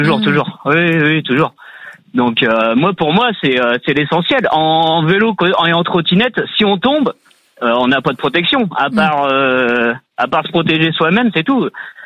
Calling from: Saint-Lambert-du-Lattay, Pays de la Loire, France; De Saint-Lambert-du-Laté, à côté de Angers

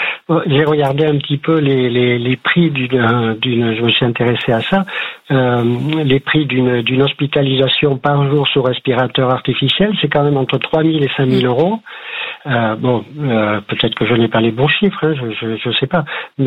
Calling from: Pessac, Nouvelle-Aquitaine, France; J'habite à Pissac, près de Bordeaux.

